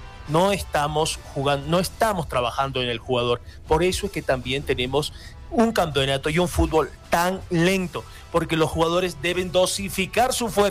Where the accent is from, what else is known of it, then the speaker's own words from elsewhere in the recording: Bolivian highlands, Bolivia; now in La Paz, Bolivia; nosotros que somos collas